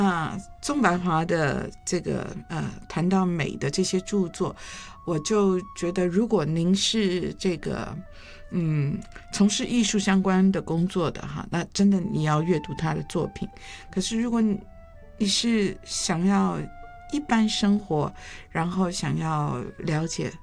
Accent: Shanghai, China; 我是上海人，上海人是农农农哈，就是你，我听我父亲都是农怎么样，农怎么样，

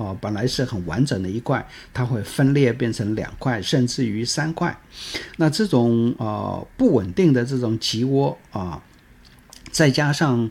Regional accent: Taiwan; 我们台湾

